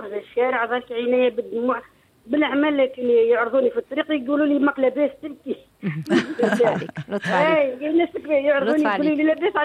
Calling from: Sidi Bouzid, Tunisia; من سيدي بوزيد.

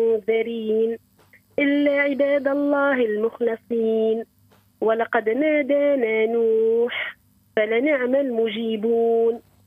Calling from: Tunisia

